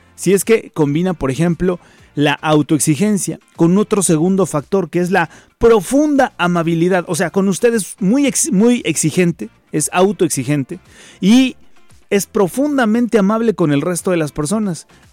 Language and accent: Spanish; Mexico